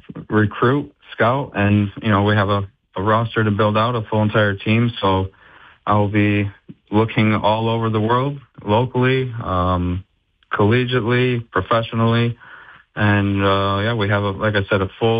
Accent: Hastings, Michigan, United States; moved away as an adult; also born or lived in Norway; now in Grand Rapids, United States; I am born and raised in West Michigan from Hastings, Michigan. Lived there my whole childhood. Went to Western Michigan University. That was before before I moved to Norway in 2012.

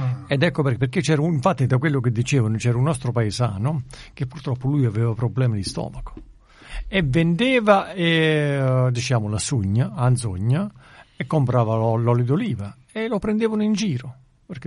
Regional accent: Campania, Italy; Il fiume Sabato, dalle nostre parti

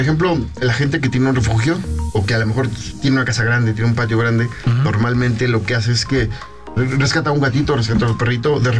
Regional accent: Naucalpan, State of Mexico, Mexico

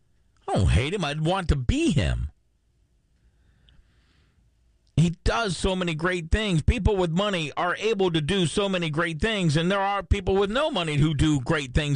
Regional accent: United States; I love being an American. I don't want to be from Scotland or Ireland or Mexico or Canada or wherever. I am an American, and I'm proud to be an American

